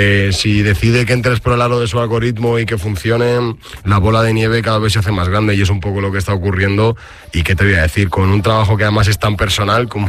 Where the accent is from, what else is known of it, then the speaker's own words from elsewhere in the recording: Madrid, Community of Madrid, Spain; also born or lived in Aluche, Madrid; yo soy de Carabanchel y vivo en la Luche hace ya 7 años, 6